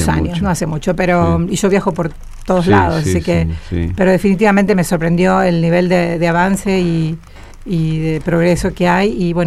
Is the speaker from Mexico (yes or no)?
no; Argentina; now in Oak Park, United States; yo como argentina, viviendo allá más de 3 décadas...